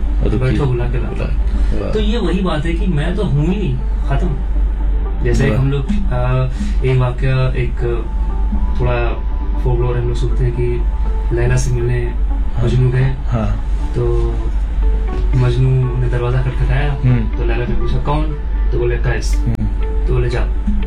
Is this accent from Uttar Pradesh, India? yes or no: yes; Lucknow, Uttar Pradesh, India; मैं जैसे मैं लखनऊ से हूँ तो मेरी उर्दू थोड़ी अच्छी ग्रिप है उर्दू पे